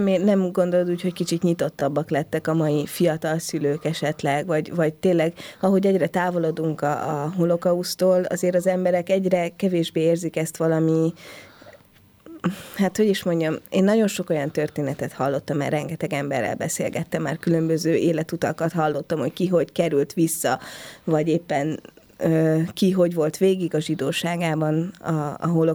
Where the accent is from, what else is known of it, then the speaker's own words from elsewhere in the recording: Hungary; magyarok vagyunk mindannyian